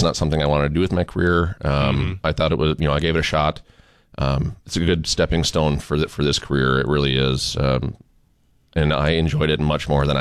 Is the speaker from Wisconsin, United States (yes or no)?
no; Lisbon, North Dakota, United States; Originally from Lisbon, North Dakota, so not too far from here.